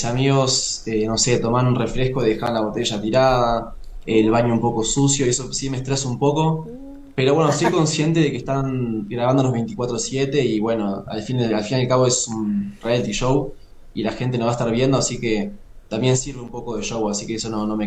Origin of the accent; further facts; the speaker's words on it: Uruguay; Empecé en Uruguay, yo soy uruguayo.